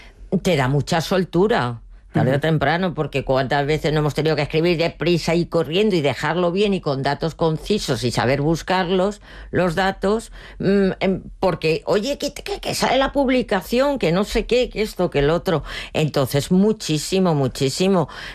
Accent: Spain; yo, como española y cocina tradicional española, pues bueno, pues lo planteo.

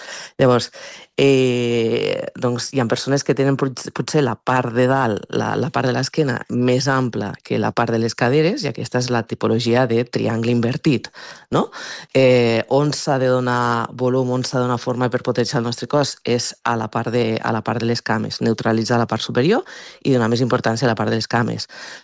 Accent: Mollerussa, Catalonia, Spain; Soc de Mollerussa.

